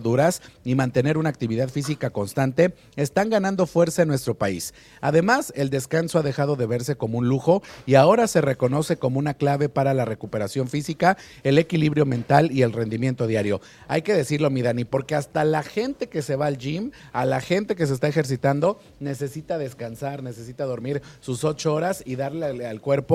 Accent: Mexico; las familias mexicanas

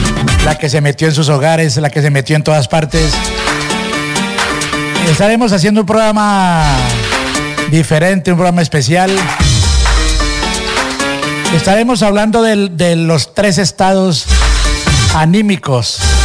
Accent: Ibagué, Tolima, Colombia; en mi país... hay muchas ciudades, como en la ciudad de Ibagué, Tolima, hay unos árboles tan hermosos que florecen, botan sus hojas, pero salen unas rosas especiales, muy bonitas, que le dan un colorido especial a las calles de mi querida ciudad musical de Colombia.

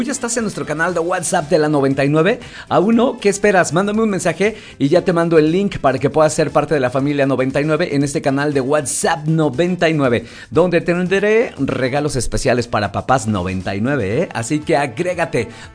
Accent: Mexico City, Mexico; now in Morelos, Mexico; un chilango más en Morelos.

